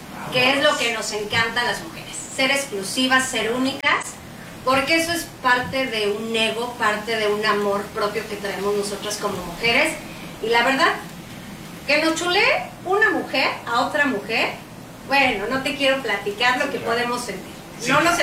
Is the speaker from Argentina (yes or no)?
no; Mexico